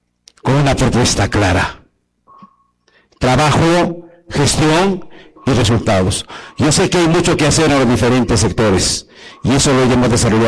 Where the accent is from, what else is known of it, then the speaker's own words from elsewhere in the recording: Coracora, Ayacucho, Peru; moved away; also born or lived in Puyo; nuestra tierra Coracora